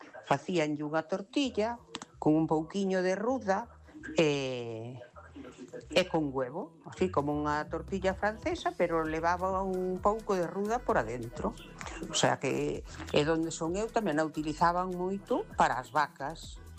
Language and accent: Galician; Lugo, Galicia, Spain; Perdonai que olvideime de decir